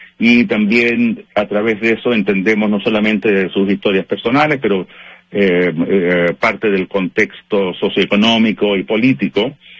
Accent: Chile; now in Vancouver, Canada

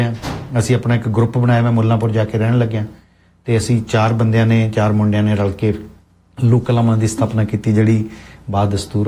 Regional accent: Himachal Pradesh, India; Punjabi is a second language; now in Ludhiana, India; ਪੰਜਾਬੀ ਮੇਰੀ ਮਾਂ ਬੋਲੀ ਨਹੀਂ ਹੈ ਉਸ ਕਿਸਮ ਦੇ ਮੈਂ ਪੰਜਾਬੀ ਸਿੱਖੀ ਹੈ ਔਰ ਇੱਕ ਬੜੀ ਖੂਬਸੂਰਤ ਘਟਨਾ ਜਿਹਨੇ ਮੈਨੂੰ ਮੇਰੀ ਜ਼ਿੰਦਗੀ ਨੂੰ ਮੋੜਿਆ ਟਰਨ ਕੀਤਾ ਹੈ ਕਿ ਮੈਂ ਲੁਧਿਆਣੇ ਇੱਕ 1987 ਦੇ ਵਿੱਚ ਮੈਂ ਪੜ੍ਹਨ ਆਇਆ ਸੀ ਹਿਮਾਚਲ ਦੇ ਵਿੱਚੋਂ ਲੁਧਿਆਣੇ

